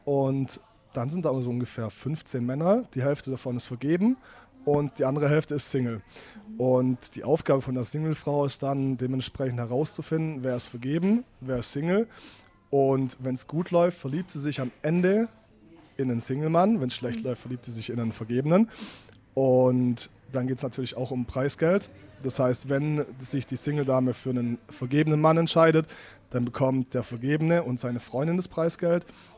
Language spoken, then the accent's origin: German; Albstadt, Baden-Württemberg, Germany; moved away as an adult; now in Stuttgart, Germany; Bin ursprünglich aus Albstadt. Kennt ihr das? Das ist so ein Dorf.